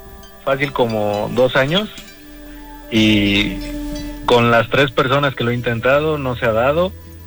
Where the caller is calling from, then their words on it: Tlalnepantla, State of Mexico, Mexico; de Tlanepantla.